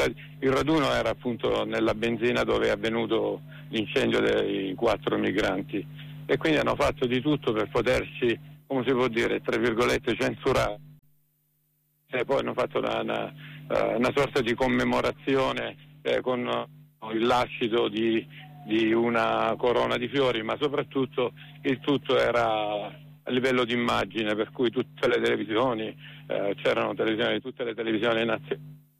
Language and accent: Italian; Brindisi, Apulia, Italy; noi che veniamo dalla Puglia, io vengo da Brindisi, da oltre 40 anni che conosciamo il fenomeno del caporalato